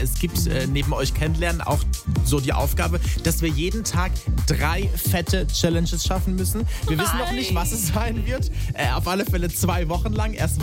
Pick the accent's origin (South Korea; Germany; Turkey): Germany; Rhineland-Palatinate; Weil ich als Pfälzer